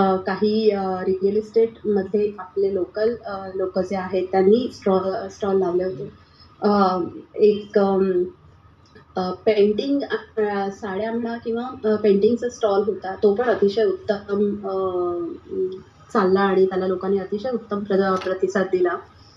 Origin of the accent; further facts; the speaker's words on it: Mumbai, Maharashtra, India; मुंबईचे तरी माझं मूळ कोकण